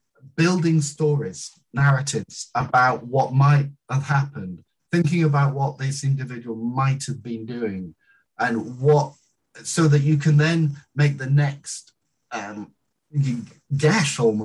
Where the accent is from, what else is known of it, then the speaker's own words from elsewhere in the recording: United Kingdom; I'm British through and through